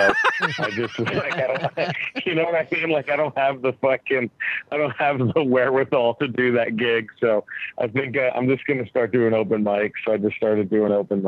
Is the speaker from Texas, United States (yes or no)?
yes; Dallas, Texas, United States; now in Los Angeles, United States; Dallas, Texas is my hometown. But I live in L.A. now.